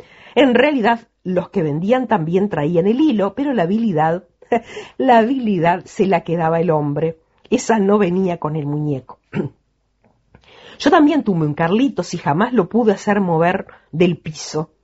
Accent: Uruguay; somos uruguayos

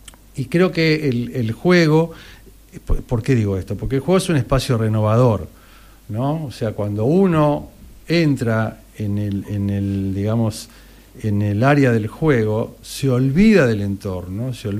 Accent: La Plata, Buenos Aires Province, Argentina; Yo soy de La Plata.

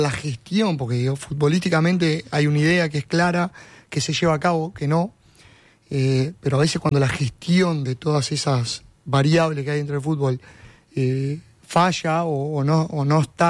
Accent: Uruguay; a nosotros como uruguayos

